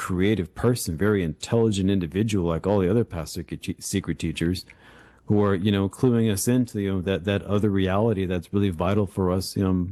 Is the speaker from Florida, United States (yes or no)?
yes; Miami, Florida, United States; born there; I was born in on October 7, 1970, in Miami, Florida, just about a mile and a half away from the Dade County Courthouse